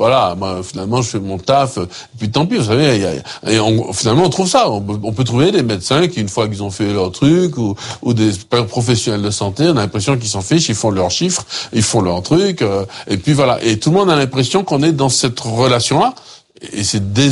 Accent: Martinique; chez nous, en Martinique

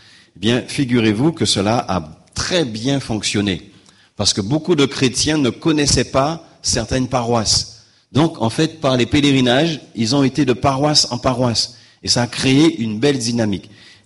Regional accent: Guadeloupe

